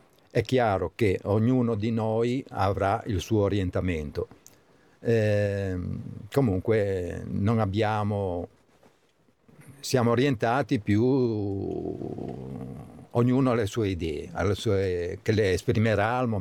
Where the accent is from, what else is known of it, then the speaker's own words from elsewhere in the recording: Vobbia, Liguria, Italy; sono nato a Vobbia 73 anni fa, ho sempre vissuto a Vobbia.